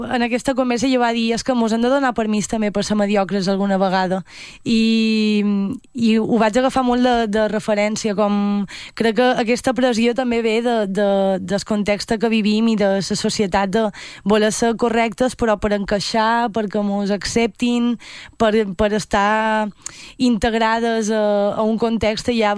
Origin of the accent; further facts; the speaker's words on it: Marratxí, Balearic Islands, Spain; Jo soc de Marratxí, però faig molta vida a Palma.